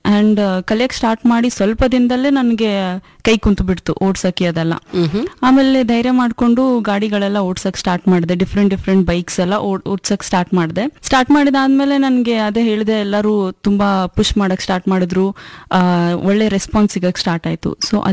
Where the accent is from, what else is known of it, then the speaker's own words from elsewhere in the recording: Hubli, Karnataka, India; moved away; ನಾನು ಹುಬ್ಬಳ್ಳಿಯಿಂದ ಬಂದಿದ್ದೀನಿ. ನಾನು ಹುಟ್ಟಿ ಬೆಳೆದಿದ್ದೆಲ್ಲ ಹುಬ್ಬಳ್ಳಿಯಲ್ಲಿನೇ. ನಂದು ಎಜುಕೇಶನ್ ಕೂಡ ಹುಬ್ಳಿಯಲ್ಲೇ ಆಗಿದೆ. ಪಿವಿ ಕಾಲೇಜಿಂದ ಓದಿದ್ದೀನಿ, ಇಂಜಿನಿಯರಿಂಗ್ ಮಾಡಿದ್ದೀನಿ.